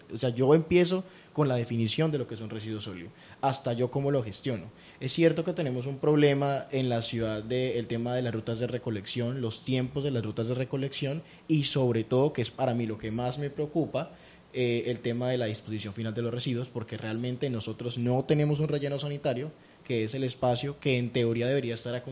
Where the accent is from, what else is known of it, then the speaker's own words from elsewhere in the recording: Buenaventura, Valle del Cauca, Colombia; no solamente por ser de Buenaventura, sino también por ser el único colombiano y además el único sudamericano